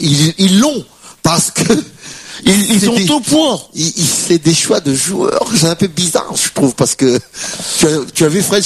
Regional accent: Saint-Pierre, Réunion; born there; je suis né à Saint-Pierre.

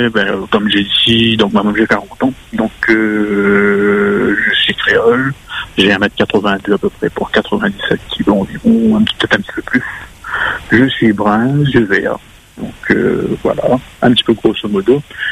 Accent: Hauts-de-France, France; Donc, moi, je suis du Nord, mais si c'est quelqu'un dans les autres secteurs, c'est pas dérangeant.

